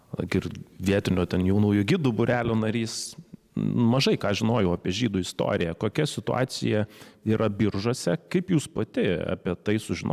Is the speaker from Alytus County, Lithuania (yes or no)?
no; Panevėžys, Panevėžys County, Lithuania; kai aš augau Panevėžyje